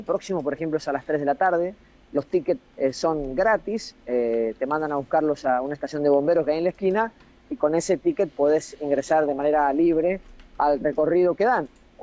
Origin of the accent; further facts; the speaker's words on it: La Paz, Argentina; sí estoy casi seguro que hay más gente de La Paz, de mi pueblo, viviendo fuera de La Paz que dentro de La Paz.